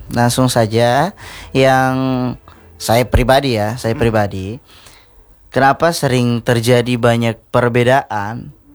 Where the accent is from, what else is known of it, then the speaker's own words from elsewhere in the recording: South Sulawesi, Indonesia; Saat saya masih sekolah, saya kan orang Bugis. Dan ini teman saya juga sama-sama Bugis, tapi dari tempat yang berbeda.